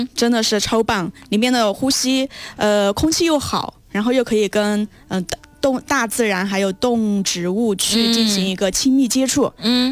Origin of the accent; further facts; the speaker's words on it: Tianquan, Sichuan, China; ，非常荣幸哈，在这里向大家推介我的家乡雅安天泉。